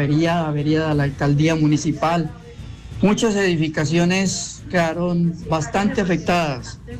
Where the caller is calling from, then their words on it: Caicedonia, Valle del Cauca, Colombia; desde Caicedonia